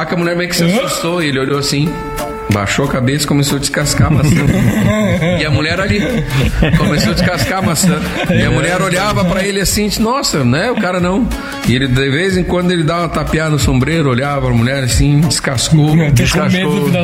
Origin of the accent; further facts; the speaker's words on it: Rio Grande do Sul, Brazil; Diz que o gaúcho, apesar de a gente conhece Porto Alegre, a gente é do Rio Grande do Sul, né?